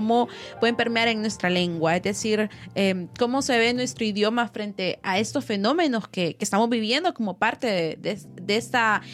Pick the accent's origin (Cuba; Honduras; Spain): Honduras; como español de Honduras no tenemos marca